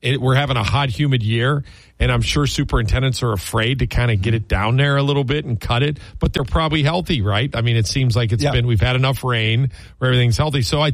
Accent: Steubenville, Ohio, United States; grew up recently in Steubenville, which isn't too far, and I've played a lot of Pittsburgh golf.

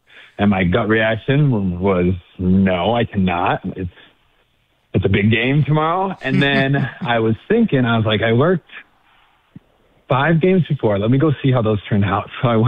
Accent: Buffalo, New York, United States; moved away as an adult; now in San Diego, United States; I grew up in Buffalo. Yeah, just moved here about 4 years ago.

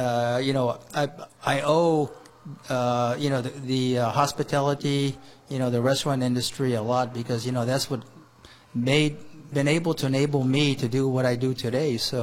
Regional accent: Japan; English is a second language; since I was born and raised in Japan, I'm not really a poke guy.

